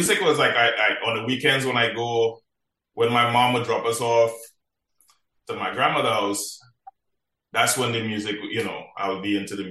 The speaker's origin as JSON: {"language": "English", "town": "Marabella", "region": "San Fernando", "country": "Trinidad & Tobago", "tie": "born or raised there", "said": "But growing up in Marabella, I wasn't really into the music like that."}